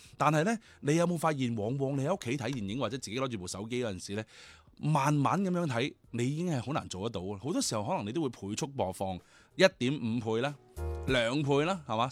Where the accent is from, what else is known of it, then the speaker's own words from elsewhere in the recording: China; 我哋国家